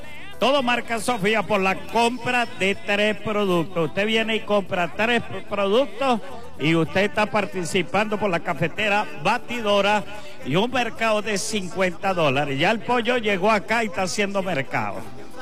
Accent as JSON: {"language": "Spanish", "country": "Venezuela", "said": "llanera que nos identifica como excelentes venezolanos."}